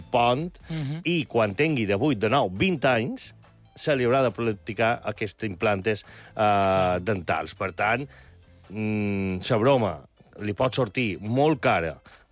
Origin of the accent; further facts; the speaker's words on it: Inca, Balearic Islands, Spain; born there; Jo soc nascut a Inca i sempre n'hi ha hagut.